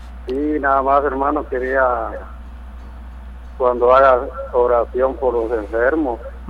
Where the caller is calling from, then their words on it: Tiquisate, Escuintla, Guatemala; Caserío Rinconcito, Tiquizate.